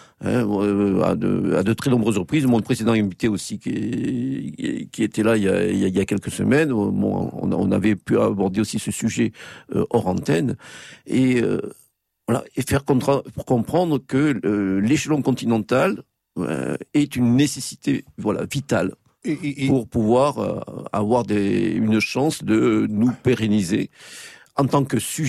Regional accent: France; moi, ce qui me frappe en Italie, qui m'a frappé depuis très longtemps en tant que Français, c'est cette permanence des identités locales.

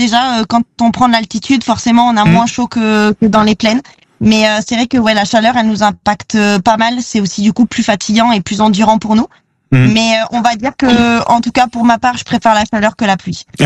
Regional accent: Brioude, Auvergne-Rhône-Alpes, France; je suis originaire de Brioude, donc pas très très loin du Luron.

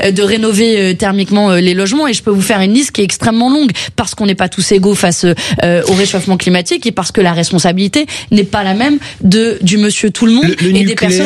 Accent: Southern France, France; je viens du sud de la France.

